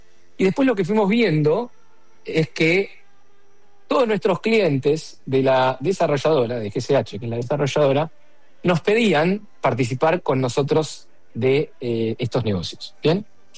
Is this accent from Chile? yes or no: no; Argentina; Como bien decís, yo soy argentino.